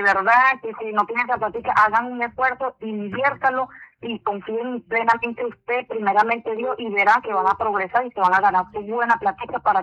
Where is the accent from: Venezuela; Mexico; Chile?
Venezuela; now in Colombia; Bueno, profe, nosotros somos de Venezuela. Llegamos hace un tiempo acá.